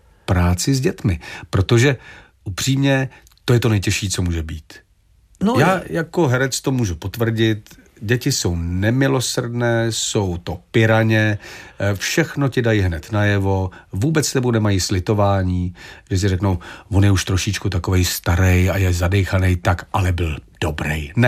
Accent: Cheb, Karlovy Vary Region, Czechia; pro mě jako pro chebáka, který ten Vnitroblok měl taky za domem

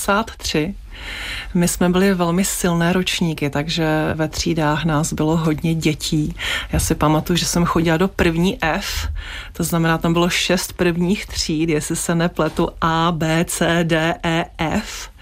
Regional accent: Ostrava, Moravian-Silesian Region, Czechia; Takže jsem zůstala ve svém rodišti v Ostravě.

